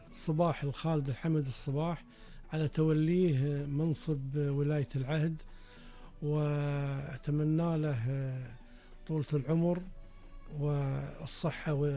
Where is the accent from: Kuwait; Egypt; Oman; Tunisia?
Kuwait; والتمسك في ديرتنا الحبيبة